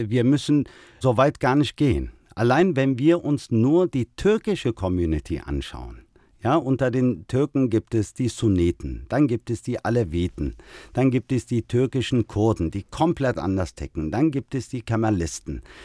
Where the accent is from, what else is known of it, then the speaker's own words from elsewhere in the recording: Germany; mein Bundeskanzler ist Friedrich Merz, ich lebe hier, ich bin Deutscher.